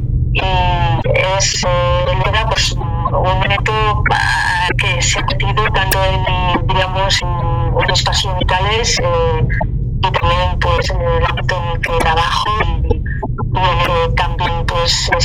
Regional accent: Navarre, Spain; soy y vivo en Navarra, que es una zona, pues, territorio de una comunidad lingüística vasca

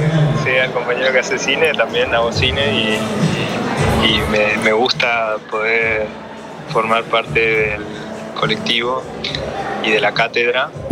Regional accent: Asunción, Paraguay; born there; also born or lived in Santa Ana; una familia que venía en parte de Paraguay y mi abuela, por ejemplo, hablaba guaraní. Yo he pasado mucho tiempo de mi infancia en Asunción, crecí en cerca de Santa Ana, y en mi entorno se hablaba el guaraní

